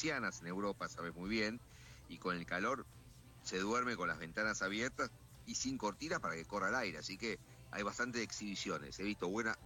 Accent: Argentina; now in London, United Kingdom

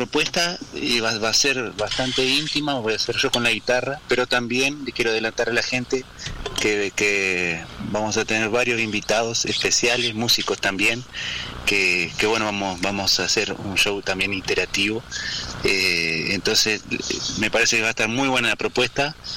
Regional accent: Tacuarembó, Uruguay; soy de Tacuarembó, bueno, actualmente ejerzo la docencia en primaria como profesor de música acá en la escuela 137 de Tacuarembó.

